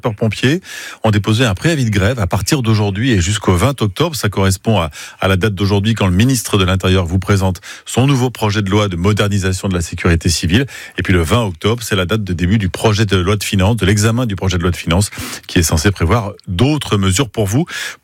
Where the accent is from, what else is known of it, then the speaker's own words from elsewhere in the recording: Brittany, France; chez nous en Bretagne